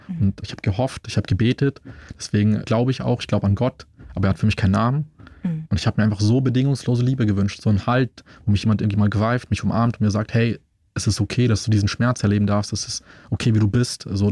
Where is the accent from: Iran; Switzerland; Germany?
Germany; Munich, Bavaria; Ja, aber ich glaube zu der Zeit, also ich bin in Schwabing aufgewachsen.